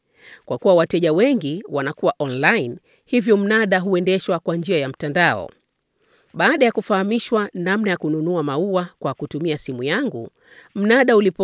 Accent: Zanzibar, Tanzania; harufu nzuri ilitanda hewani na kunifanya nikumbuke nyumbani kwetu Zanzibar, visiwa vya karafuu.

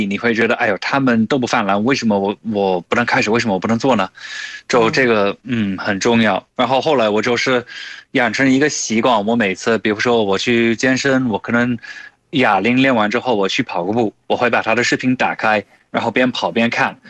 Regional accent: United Kingdom; 我是来自英国的

